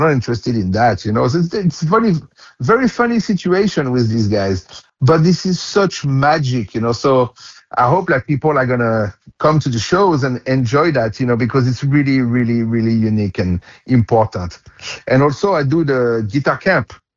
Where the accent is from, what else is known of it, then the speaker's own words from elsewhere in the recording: Fontainebleau, Île-de-France, France; English is a second language; moved away; I'm from Fontainebleau. So for me, it's my roots. And I grew up among the gypsies